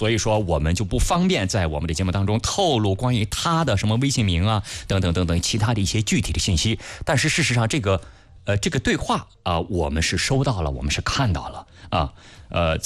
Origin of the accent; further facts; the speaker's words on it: Dingzhou, Hebei, China; 我老家定州这边